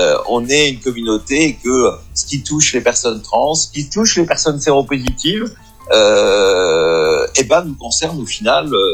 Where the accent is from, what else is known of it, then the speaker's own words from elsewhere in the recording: Béthune, Hauts-de-France, France; moved away; also born or lived in Paris; je suis à Paris toutes les semaines pour les associations que je préside, mais je vis maintenant en province, je vis à Béthune, dans le Pas-de-Calais, je suis retourné dans ma région.